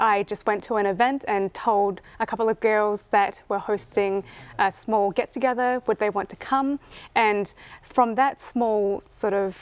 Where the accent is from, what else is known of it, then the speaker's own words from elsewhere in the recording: New Zealand; also born or lived in Thailand; for me, I grew up in New Zealand mm-hmm. and Thailand. Mm-hmm. So I was able to see the differences in how people lived in both countries.